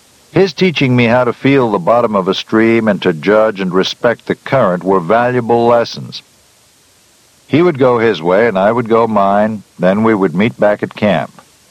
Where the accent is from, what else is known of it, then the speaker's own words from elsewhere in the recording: Michigan, United States; My dad often took my brother Jim and me fishing when we were growing up in Michigan